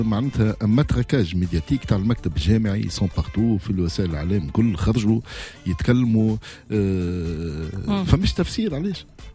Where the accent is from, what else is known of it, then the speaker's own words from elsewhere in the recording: Tunisia; انا كتونسي